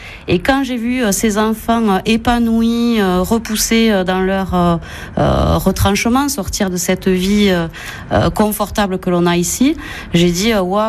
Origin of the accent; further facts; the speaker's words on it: L'Isle-Jourdain, France; je suis agent immobilier depuis 16 ans, dont 6 ans à mon compte, ici à Lille Jourdain. Donc je suis natif de Lille Jourdain. Je travaille sur le secteur, puisque tout mon réseau est ici.